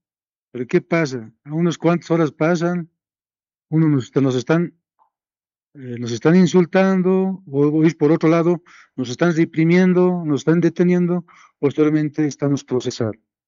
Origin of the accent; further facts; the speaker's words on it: Bolivia; pero como recalco, como bolivianos también, tenemos que dar la solución a este tema en este momento.